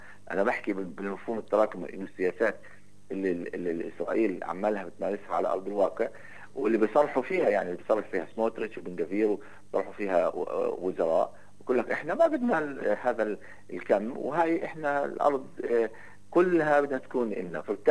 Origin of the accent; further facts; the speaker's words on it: Palestine; أنا كمواطن فلسطيني